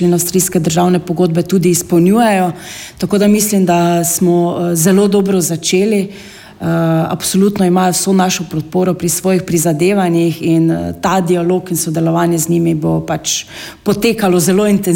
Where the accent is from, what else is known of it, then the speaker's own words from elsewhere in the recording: Styria, Slovenia; ker sem Štajerka.